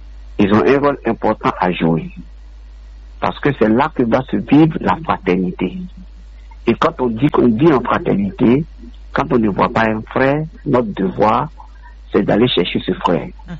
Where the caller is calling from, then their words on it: Abidjan, Côte d’Ivoire; J'appelle la paroisse de Saint-Bernard, Yopougon.